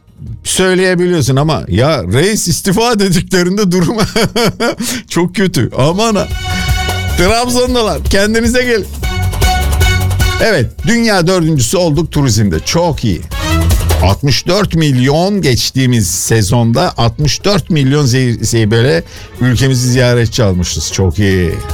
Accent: İzmir, Turkey; Hemen memleketim İzmir'e gidiyoruz efendim.

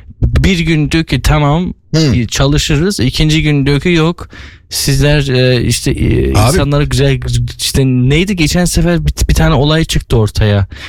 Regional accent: Çayıralan, Yozgat, Turkey; now in Germany; Yani ben mesela Yozgatlıyım. Çayıralanlı.

